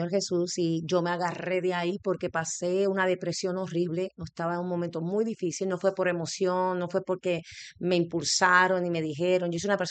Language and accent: Spanish; Puerto Rico; moved away; also born or lived in Arizona; Y agradecida a Dios de estar en mi país hermoso después de 20 años en la diáspora en Arizona. Y ahorita pues estoy en Puerto Rico hace 2 años y ayudando a nuestro país.